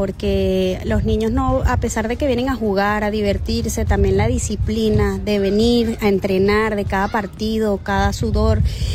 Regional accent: La Guaira, Venezuela; now in Spain; Bueno, nosotros venimos de Venezuela, de La Guaira, orgullosamente de La Guaira, y aquí pues de verdad nos sentimos como en familia, como en casa.

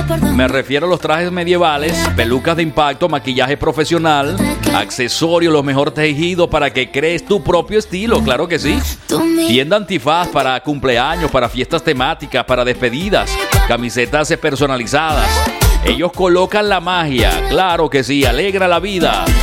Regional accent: Venezuela; moved away; Yo, como un venezolano más

